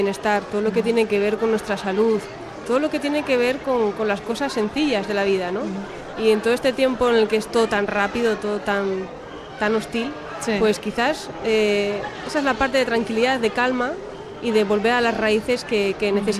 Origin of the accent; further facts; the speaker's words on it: Avilés, Asturias, Spain; yo soy de Avilés, de la comarca de Avilés, y aquí hay dos quesos de la comarca